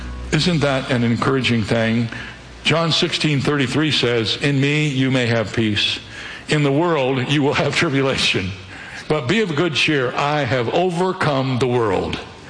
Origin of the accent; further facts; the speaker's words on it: Ohio, United States; When I grew up in the Midwest, in Ohio, firecrackers were both legal and plentiful.